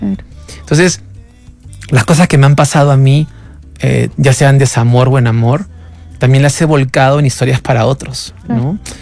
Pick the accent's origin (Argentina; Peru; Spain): Peru; Yo empiezo en mi país, grabo 5 discos en mi país, hago solamente una carrera en mi país